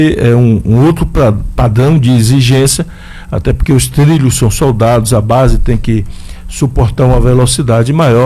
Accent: Salvador, Bahia, Brazil; born there; eu nasci naquela região

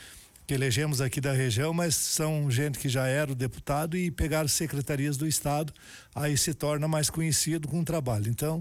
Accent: Monte Alegre dos Campos, Rio Grande do Sul, Brazil; now in Vacaria, Brazil; minha terra natal, Monte Alegre dos Campos

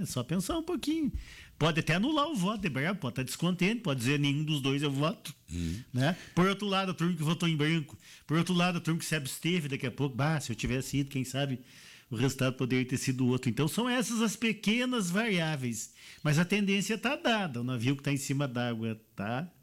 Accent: Brazil

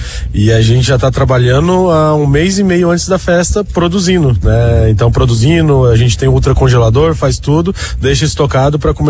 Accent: Goiás, Brazil; sou goiano, um goiano, ítalo

